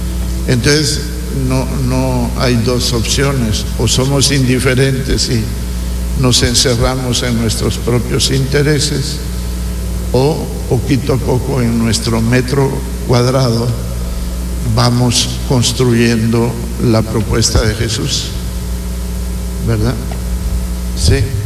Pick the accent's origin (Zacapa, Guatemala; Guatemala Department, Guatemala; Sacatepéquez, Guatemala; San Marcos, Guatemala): Zacapa, Guatemala; Teculután; soy de Teculután